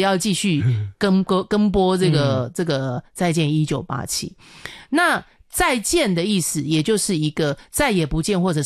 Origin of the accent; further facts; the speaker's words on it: Taipei, Taiwan; 所以以我一个在台北生活的这样，因为我们从小可能就是在台北长大